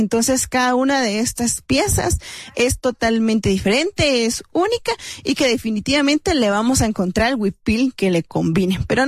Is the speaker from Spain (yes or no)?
no; Aguacatán, Huehuetenango, Guatemala; un diseño que siempre nos recuerda que somos de Aguacatán.